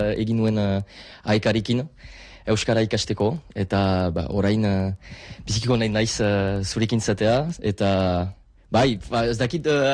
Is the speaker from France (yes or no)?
yes; La Bastide-Clairence, Nouvelle-Aquitaine, France; Basque is a second language; Bastidakoa naiz, eta orain Bastiden bizi naiz